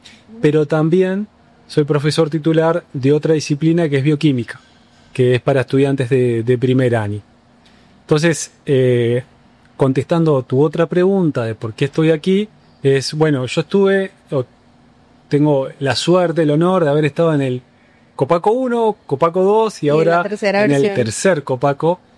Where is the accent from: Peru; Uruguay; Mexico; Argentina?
Uruguay